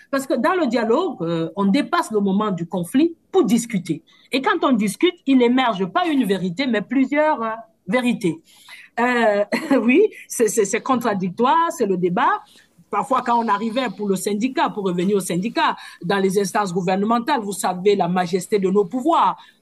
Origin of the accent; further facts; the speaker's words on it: Cameroon; j'ai été dans le bureau de ce qu'on appelle chez nous au Cameroun le BENSINET